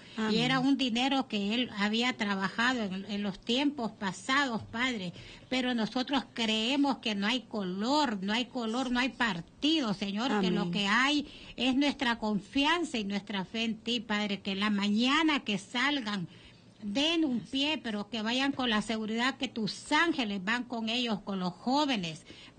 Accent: Honduras

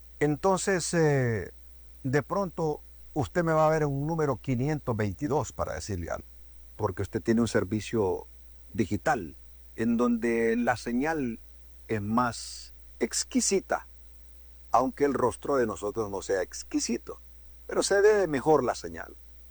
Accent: Choluteca, Honduras; born there; now in Tegucigalpa, Honduras; mi pueblo de Cholutec. Yo soy de Cholutec.

